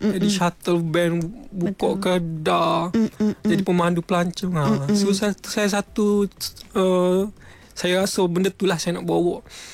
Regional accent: Pulau Condu, Kelantan, Malaysia; Lepas tu tambah pula dekat kampung saya. Saya asal daripada Pulau Condu. Pulau Condu macam Kelate.

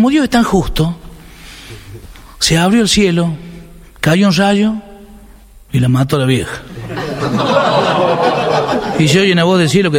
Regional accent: San Francisco, Córdoba, Argentina; Yo soy de San Francisco, ¿no? No California, acá. Cuando era Santa Fe. Hincha de Sportivo, era en San Francisco.

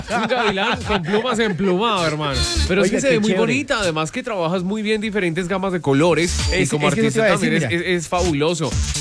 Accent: Boyacá, Colombia; siendo los boyacenses

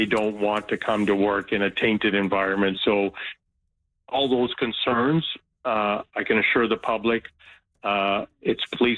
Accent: Vancouver, British Columbia, Canada; I grew up in Vancouver, served Vancouver, and it's the best city in the world, great police department.

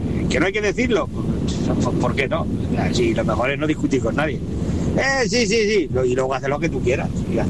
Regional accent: Spain; Facha, no soy facha, llevo una pulsera de España, pues soy español, ¿qué pasa?

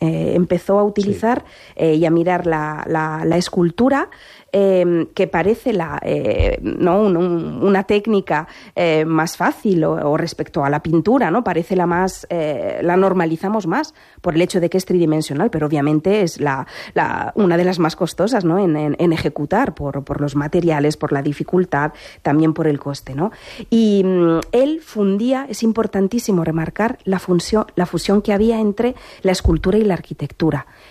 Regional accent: Albacete, Castilla-La Mancha, Spain; hoy nos vamos para mi tierra. Castilla-La Mancha es mi tierra, pero bueno, Albacete lo es un poquito más.

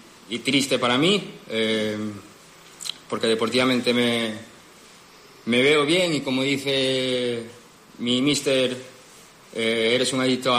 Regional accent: A Coruña, Galicia, Spain; soy de Coruña

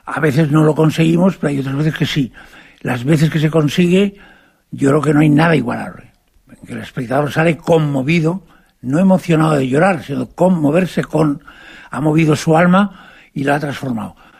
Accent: Castile, Spain; Yo soy castellano, además, entonces para mí es esencial este mundo entero de Castilla-La Mancha, que está tan implicado con el teatro clásico.

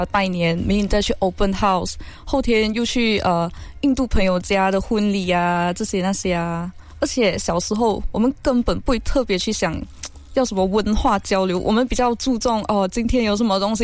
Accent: Malaysia

